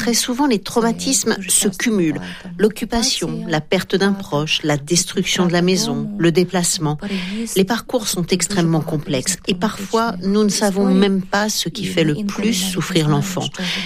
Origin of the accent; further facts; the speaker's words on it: Lviv, Lviv Oblast, Ukraine; French is a second language; je viens de Lviv.